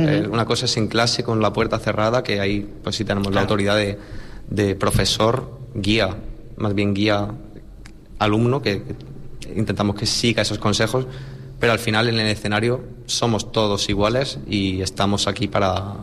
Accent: Bailén, Andalusia, Spain; es típico de mi pueblo, de Bailén. Yo soy de Bailén.

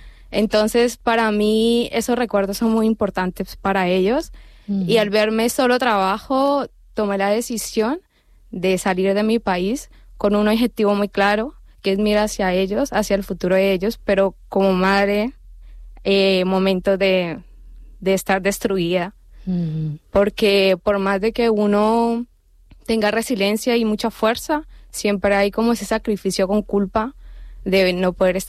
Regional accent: Cali, Valle del Cauca, Colombia; moved away as an adult; yo vengo de Colombia, yo soy de Cali, Colombia.

